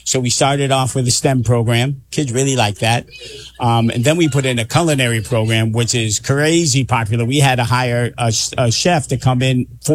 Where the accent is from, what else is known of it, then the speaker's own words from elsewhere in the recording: Hartford, Connecticut, United States; And I've been in the Hartford community since birth. I was born and raised in Hartford.